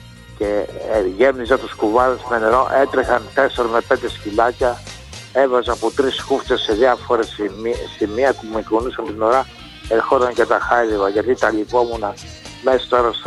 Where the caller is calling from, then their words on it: Kanalia, Thessaly, Greece; αναφέρθηκες στα μέρη μου τα αγαπημένα, κανάλια, κάπουρνα, κερασιά.